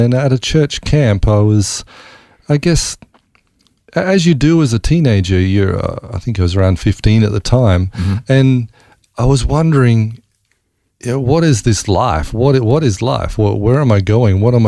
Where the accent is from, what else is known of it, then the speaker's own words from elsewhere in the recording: Parkes, New South Wales, Australia; born there; also born or lived in Ningen; then we moved from Ningen to a little place called Parkes, which is, again, in central New South Wales. And mm-hmm. It was more the place where Mum and Dad grew up as children.